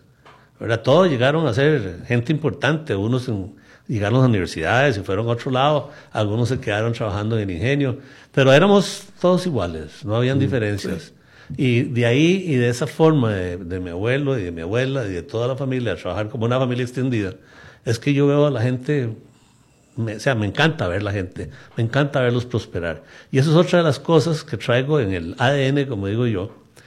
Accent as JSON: {"language": "Spanish", "country": "Costa Rica", "tie": "born there", "said": "Yo me crié también todos los 3 meses de vacaciones en las fincas. Porque mi abuelo tenía ingenio azucarero y cultivaban caña de azúcar y había muchas fincas."}